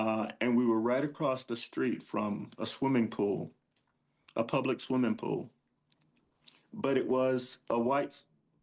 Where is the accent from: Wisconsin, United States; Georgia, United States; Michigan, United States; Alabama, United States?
Georgia, United States; But I grew up, well, I was born in 61. So the schools, you know, that I, when I started the schools were still segregated.